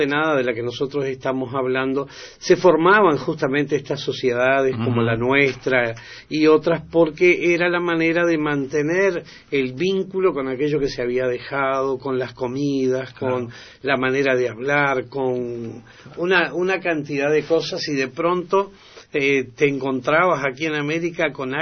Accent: Asturias, Spain; estando en Asturias, que es la zona uh-huh. particularmente de la que yo provengo

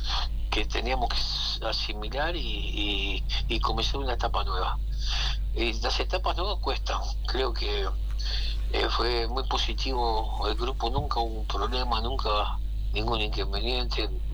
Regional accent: Uruguay; Viste como somos los uruguayos

